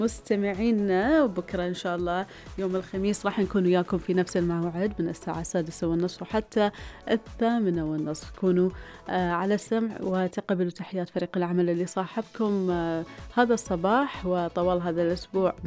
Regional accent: Bahrain; فالحمد لله أن احنا بحرينيين

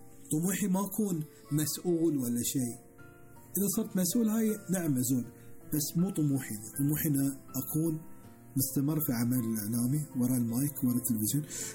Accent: Bahrain; بس أنا أقول لك إحنا كبحرينيين نقدر نوصل

